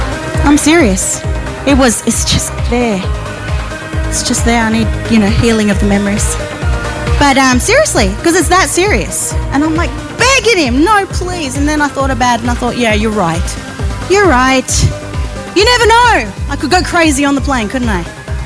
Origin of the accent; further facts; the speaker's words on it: Australia; I'm Australian.